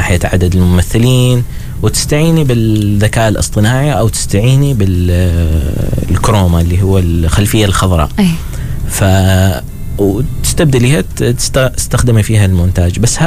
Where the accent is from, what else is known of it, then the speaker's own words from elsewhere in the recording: Oman; إحنا كمواهب عمانية